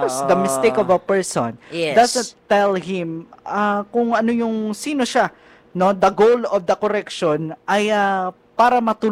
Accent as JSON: {"language": "Tagalog", "region": "Ilocos Region", "country": "Philippines", "said": "Halimbawa sa amin sa Pangasinan, akala ng mga tao galit na kami."}